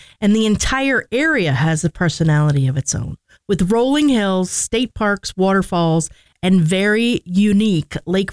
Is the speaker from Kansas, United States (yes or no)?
no; New Jersey, United States; moved away as an adult; now in Finger Lakes region, New York, United States; So we grew up in New Jersey, and we spent our summers on Cayuga Lake growing up.